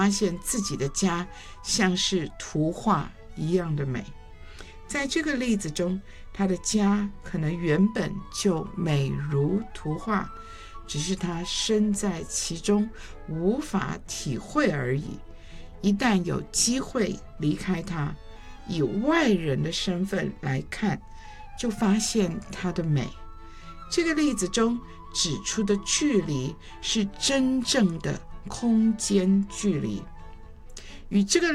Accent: Shanghai, China; 我是上海人，上海人是农农农

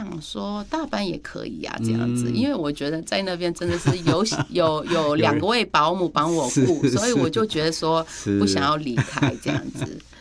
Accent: Myanmar; 有人问我，我一直都是说我是缅甸人。

